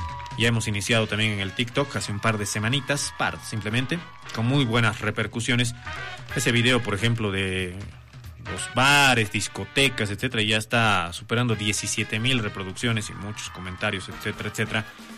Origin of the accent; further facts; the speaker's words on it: Potosí, Bolivia; Pero nosotros somos potosinos, ¿no?